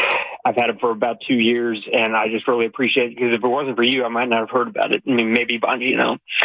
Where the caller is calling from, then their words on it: North Carolina, United States; my home state of North Carolina